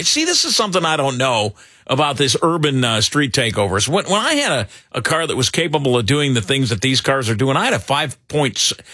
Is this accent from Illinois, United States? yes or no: yes; Zion, Illinois, United States; Lakehurst Mall in Waukegan. That's where I used to hang out. I grew up in Zion.